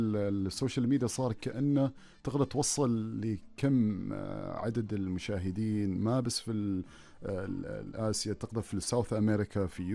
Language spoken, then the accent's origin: Arabic; Oman; الكثير أخي والله، حتى أنا حتى الأجانب اللي لما حجزوا الرحلات عندنا وكذا يستغربوا من الجمال سلطنة عمان